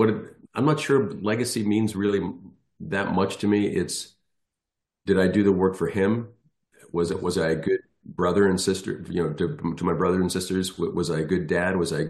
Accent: Ireland; both my parents are from Ireland, and you know, being an Irish guy myself, an Irish citizen

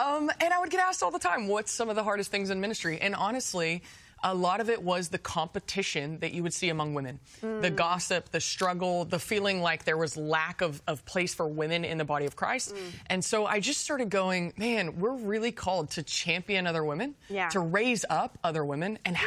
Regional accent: Texas, United States; I was raised in Texas.

